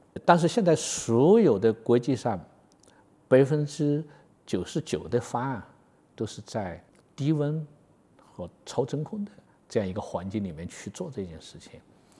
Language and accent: Chinese; China; 真正把室温将来我们是希望把这个在室温量子态的操控是由我们中国人第一个做出来的。